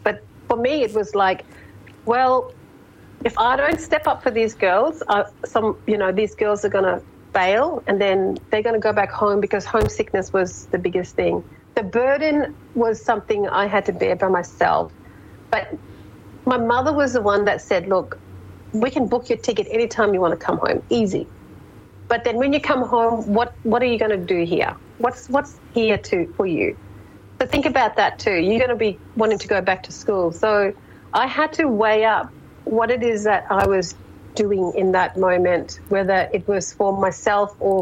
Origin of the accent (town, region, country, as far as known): Wyndham, Western Australia, Australia; born or raised there